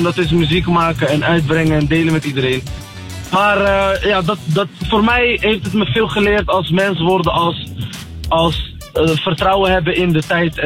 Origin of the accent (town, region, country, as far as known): Berkane, Oriental, Morocco